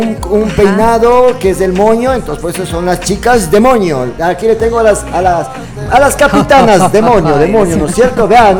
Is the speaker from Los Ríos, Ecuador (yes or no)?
no; Quito, Pichincha, Ecuador; Yo soy de Quito, te saludo.